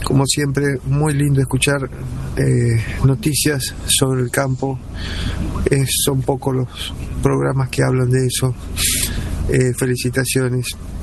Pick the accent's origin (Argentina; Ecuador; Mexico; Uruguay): Argentina; General Belgrano, Buenos Aires Province; now in La Plata, Argentina; Soy de La Plata, oriundo de General Belgrano, provincia de Buenos Aires.